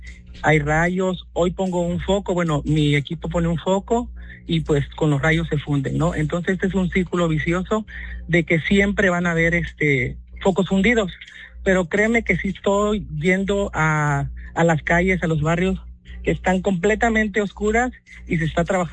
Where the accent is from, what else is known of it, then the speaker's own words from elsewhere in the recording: Mapastepec, Chiapas, Mexico; yo soy pueblo, soy de Mapastepec y quiero que a Mapastepec le vaya bien